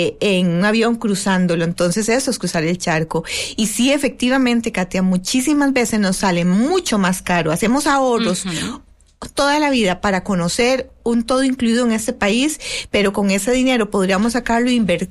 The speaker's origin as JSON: {"language": "Spanish", "country": "Costa Rica", "said": "A Europa, como ticos, como costarricenses, no ocupamos"}